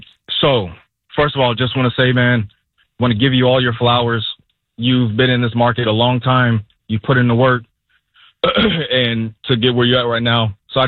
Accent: St. Petersburg, Florida, United States; I'm born and raised in St. Pete. I'm 40 years old.

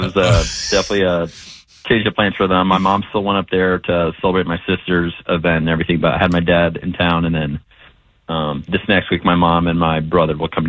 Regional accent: Texas, United States; born there; So, and obviously I was born in Texas, so it was kind of a homecoming of some sorts.

